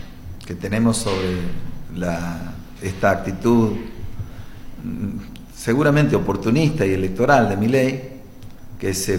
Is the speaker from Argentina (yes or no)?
yes; Argentina; en nuestro sentido de identidad como argentino.